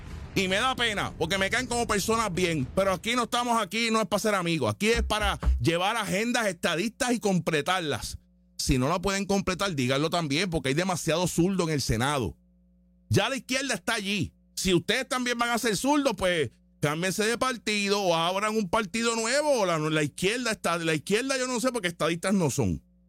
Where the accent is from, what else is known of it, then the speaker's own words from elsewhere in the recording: Puerto Rico; Somos puertorriqueños, ciudadanos americanos.